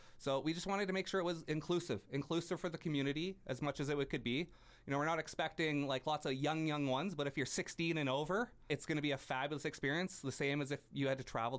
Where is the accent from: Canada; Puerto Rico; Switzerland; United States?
Canada; Prince George, British Columbia; growing up in Prince George, when I was under 19